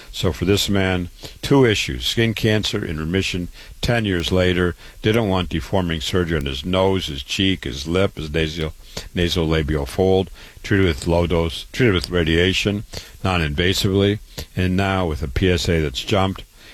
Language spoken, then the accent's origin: English; Waterloo, Iowa, United States; born or raised there